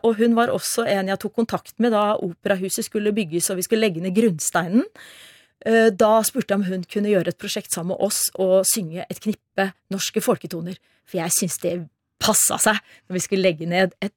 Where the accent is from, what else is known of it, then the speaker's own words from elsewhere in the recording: Oslo, Norway; jeg vokste opp midt I Oslo Indreby